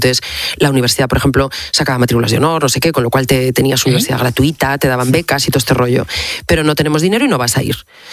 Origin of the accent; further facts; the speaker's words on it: Salas, Asturias, Spain; Mi pueblo mola un montón, pero hace 40 años era una cosa... A ver, muy chiquitilla. O sea, quieres, yo a los chavales te lo cuento o en las entrevistas lo hablo. Asturias, hace 40 años, bueno, España, pero Asturias es que, hijo